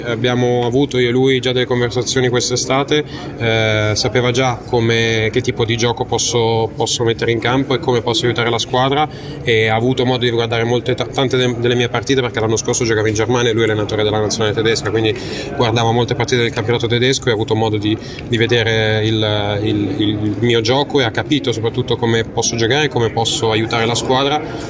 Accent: Canada; Steve Nash, che è stato un giocatore anche della nazionale canadese del mio paese, da cui provengo e per cui gioco.

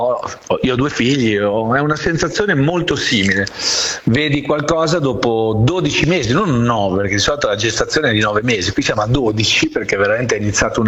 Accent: Bologna, Emilia-Romagna, Italy; È un amico con cui sono cresciuto a Bologna

